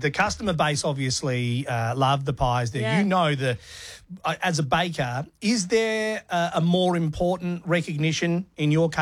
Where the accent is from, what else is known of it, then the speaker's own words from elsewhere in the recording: Australia; I'm Australian.